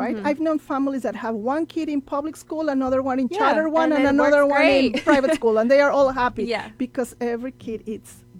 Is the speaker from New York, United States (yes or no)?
no; El Paso, Texas, United States; So those are the stories that we love to hear here in El Paso. Since I am from El Paso, I have a very special interest in hearing those successful stories